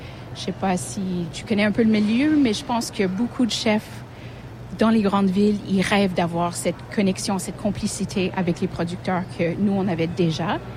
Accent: Quebec, Canada; En tant que Québécois

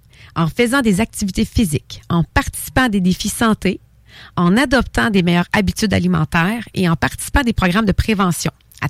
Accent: Quebec, Canada; J'étais dans ma ville natale

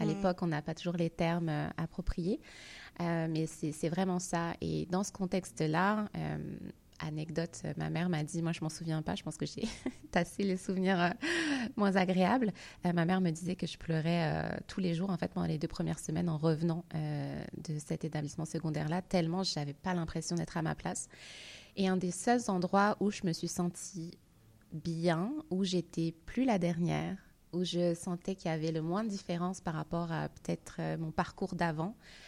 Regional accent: Paris, Île-de-France, France; now in Quebec, Canada; moi, je suis née en France, dans une banlieue à côté de Paris, et j'ai été à l'école primaire dans ce qu'on appelle une zone d'éducation prioritaire.

